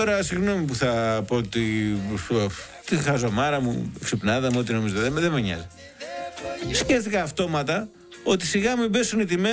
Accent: Kissamos, Crete, Greece; Στην Κίσα μου, αγόρι μου γλυκό, που ξέρεις ότι είναι μια μεγάλη πόλη, ας πούμε, για τα δεδομένα των μικρών χωριών της Κρήτης. Η Κίσα όμως έχει το Καστέλι. Έτσι, έχει εξελιχθεί σε μια αρκετά μεγάλη πόλη. Έχει αρκετές δραστηριότητες, έχει αναπτυχθεί τουριστικά κατακόρυφα

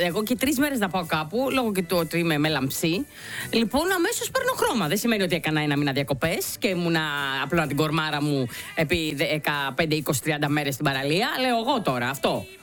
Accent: Western Greece, Greece; εμένα στο χωριό μου, επειδή πήγα, είχε πάρα πολύ κόσμο και όλα τα χωριά στην Ηλία

